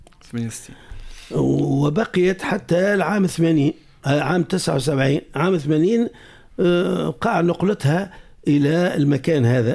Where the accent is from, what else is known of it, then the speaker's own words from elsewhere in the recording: Tunisia; لكن اللي همنا احنا في بلدنا تونس